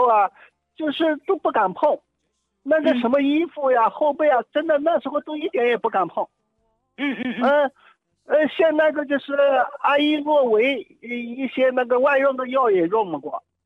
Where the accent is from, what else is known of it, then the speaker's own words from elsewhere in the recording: Baotou, Inner Mongolia, China; 我呢是包头这边的。